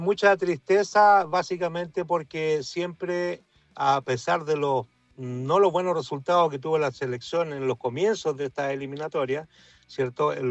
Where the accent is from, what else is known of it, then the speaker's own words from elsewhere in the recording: Chile; moved away; al menos como chileno